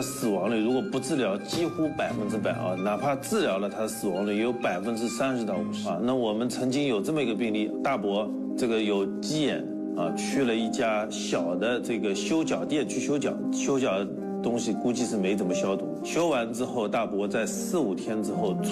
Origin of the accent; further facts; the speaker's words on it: China; 我们中国人还是比较喜欢喝茶的